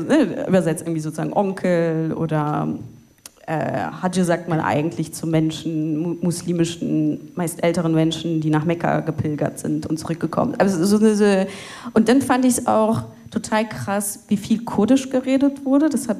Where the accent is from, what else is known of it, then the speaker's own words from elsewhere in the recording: Cologne, North Rhine-Westphalia, Germany; wieder nach Köln verschoben und was ich gemerkt habe, war, erstens, ich will irgendwie dem Ort, wo ich aufgewachsen bin, also konkret dem Viertel Köln-Kalk, was zurückgeben.